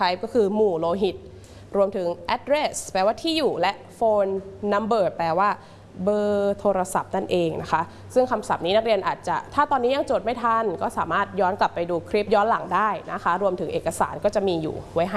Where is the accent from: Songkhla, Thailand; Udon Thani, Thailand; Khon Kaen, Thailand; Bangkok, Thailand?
Udon Thani, Thailand; I am from อุดรธานีนะคะจังหวัดอุดรธานีที่ภาคอีสานของเรานี่เองนะคะ